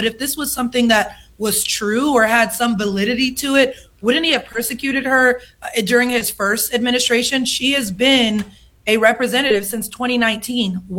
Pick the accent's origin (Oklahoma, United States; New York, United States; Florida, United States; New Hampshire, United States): Oklahoma, United States; my home state of Oklahoma